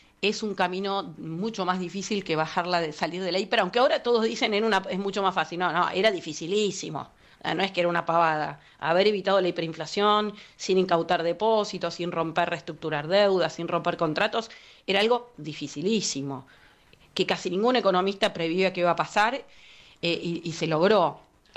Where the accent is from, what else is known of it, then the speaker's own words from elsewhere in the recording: Argentina; ver cómo realmente somos competitivos, ¿no? Como Argentina.